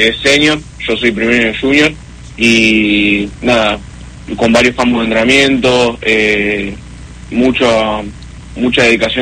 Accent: Santa Rosa, La Pampa, Argentina; moved away as an adult; now in Buenos Aires, Argentina; yo ahora actualmente estoy viviendo en Buenos Aires. Uh-huh. Nada, toda la preparación de cuando era más chico sí la estaba haciendo ahí en Santa Rosa, en mi hoyo

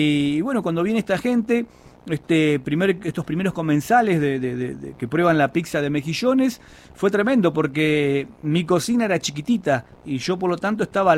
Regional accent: Puerto Almanza, Tierra del Fuego, Argentina; yo vengo de Puerto Almanza, el pueblo más austral de la República Argentina

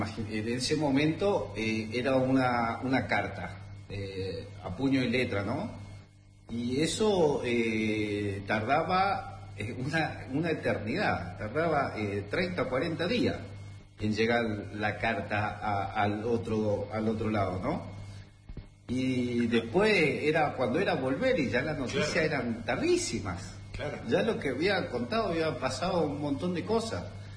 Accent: Argentina; born there; also born or lived in Korea

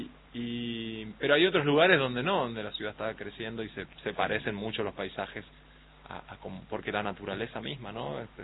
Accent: Resistencia, Chaco, Argentina; born there; also born or lived in Presidencia Roque Sáenz Peña; uno cuando vivíamos en esa ciudad o cuando era chico acá en Resistencia mismo

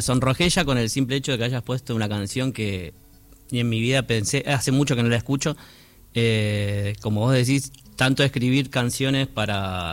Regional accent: Florencio Varela, Buenos Aires Province, Argentina; De donde yo vengo, que es Florencio Varela.

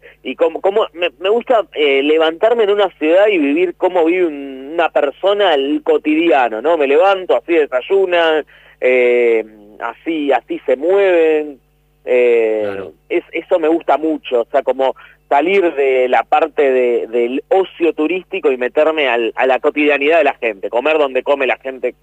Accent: Argentina; venimos de allá, pero uno termina siendo de acá, ¿no? O sea, claro, como que decís, venimos de Polonia, pero sos argentino. O sea, tenés mucha raíz acá.

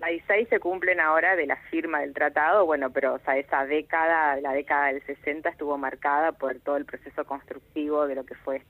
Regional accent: Argentina; como entrerrianos, como santafesinos y como argentinos.

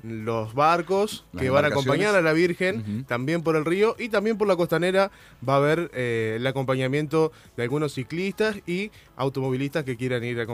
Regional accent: Bajada Grande, Entre Ríos, Argentina; El de comunicar justamente esta fiesta que, bueno, es muy del barrio. Yo soy de Bajada Grande

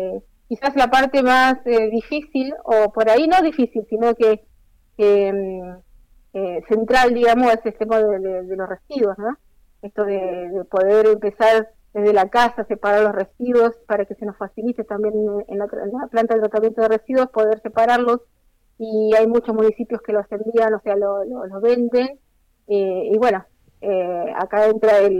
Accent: Río Gallegos, Santa Cruz, Argentina; born there; Yo soy nacida acá en Río Gallegos, soy santacruceña

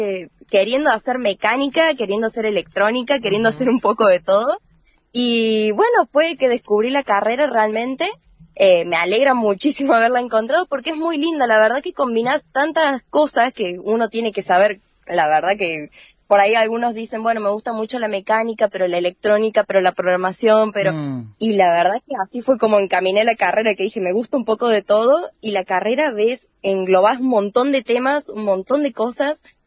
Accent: Córdoba, Argentina; moved away as an adult; now in Villa Mercedes, Argentina; yo vengo de Córdoba

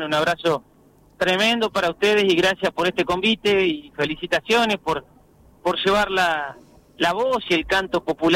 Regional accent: Nahuel Rucá, Buenos Aires Province, Argentina; yo soy oriundo de Nahuel Rucá, pero de una estancia que lleva el mismo nombre que la localidad, que la estación, y bueno, nací en ambiente rural, ¿no? En una estancia de ese nombre

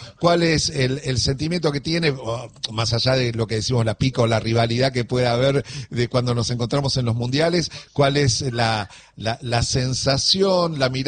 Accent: Argentina; nosotros como argentinos lo hemos cruzado y sabemos que es un rival de fuste

